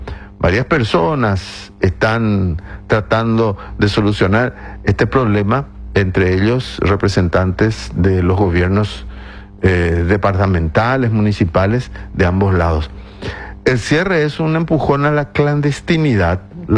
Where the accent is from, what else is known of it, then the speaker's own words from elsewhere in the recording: Paraguay; nosotros somos nomás luego paraguayos